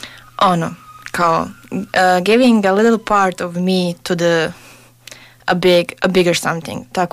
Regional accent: Sarajevo, Federation of Bosnia and Herzegovina, Bosnia & Herzegovina; dolazim iz Sarajeva, iz Bosne i Hercegovine.

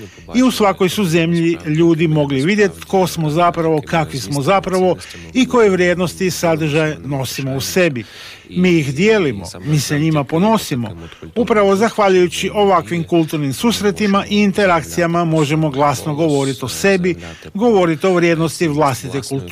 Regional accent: Ukraine; Croatian is a second language; Баш као і Хрвати, і ми смо українці. Імамо храбрості бити свої і розговарати з світом кроз власниту культуру.

